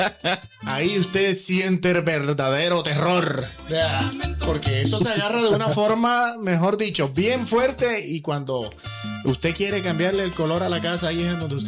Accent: Coveñas, Sucre, Colombia; de donde yo soy, en Coveñas, Sucre, no, nosotros decimos faltan 5 para las 12.

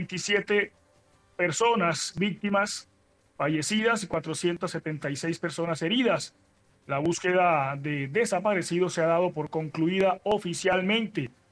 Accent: Caribbean coast, Colombia; now in Buenaventura, Colombia; Yo, como buen costeño

